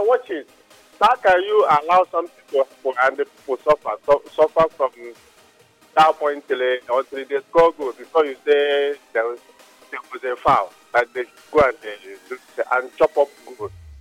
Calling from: Nigeria; I'm calling from Okibo.

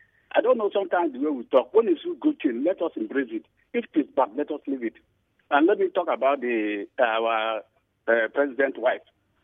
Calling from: Nigeria; I'm calling from Ogbolu.

